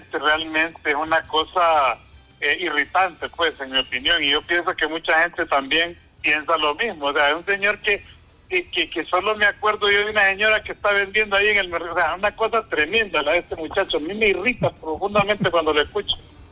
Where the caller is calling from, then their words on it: Tegucigalpa, Francisco Morazán, Honduras; Llamo de Tegucigalpa.